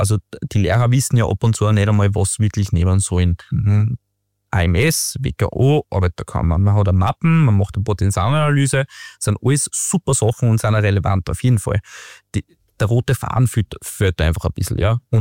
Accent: Austria; Wir sind sehr privilegiert bei uns in Österreich.

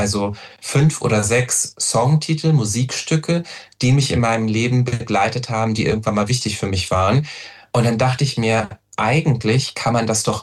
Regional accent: Eifel, Germany; Also die Eifel ist meine Heimat, aus der ich komme und in die ich jetzt wieder gezogen bin.

